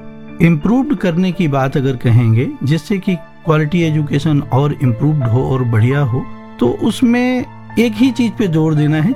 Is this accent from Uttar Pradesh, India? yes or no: yes; Bhitari, Uttar Pradesh, India; मैं चित्रकूट में मऊ कस्बा है उसके पास भिटारी गांव का रहने वाला हूँ।